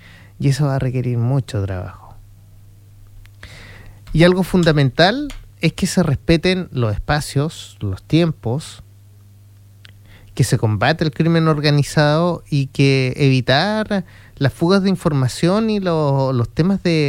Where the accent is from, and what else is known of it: Chile